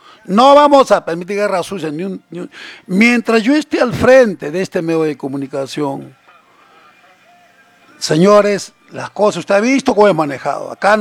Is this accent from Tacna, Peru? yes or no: yes; Mirave, Tacna, Peru; mi pueblo de Mirabe